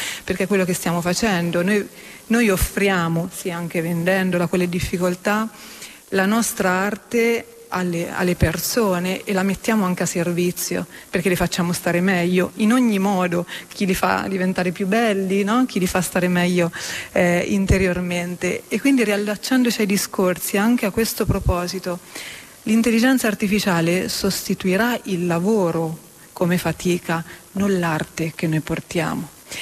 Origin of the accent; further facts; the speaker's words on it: Umbria, Italy; io sono umbra, se fossi nata maschio mi sarei chiamata Francesco, tanto è il legame con la mia terra.